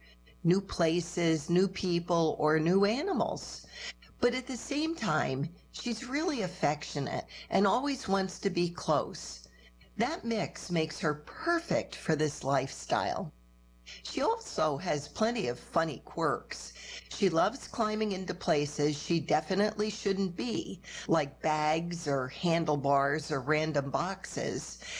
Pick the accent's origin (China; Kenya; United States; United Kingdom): United Kingdom; Scotland; I'm originally from Scotland and set off on a cycling trip around the world.